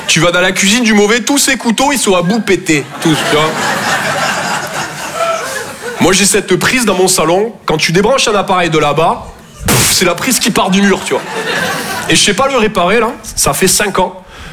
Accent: Toulouse, Occitanie, France; Je viens de Toulouse, à la base. Ouais, ça s'entend un peu. Ouais. Bah, mon accent, c'est vraiment comme mon sexe.

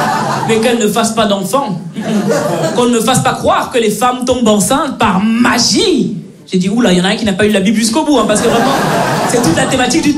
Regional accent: Belgium; Moi je suis née et j'ai grandi en Belgique. Mes parents sont nés, ils ont grandi au Cameroun.

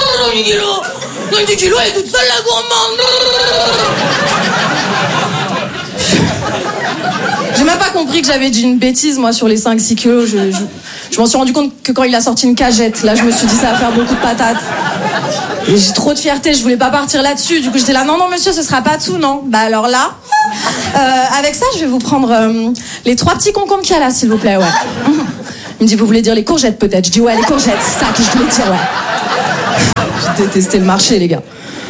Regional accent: Paris, Île-de-France, France

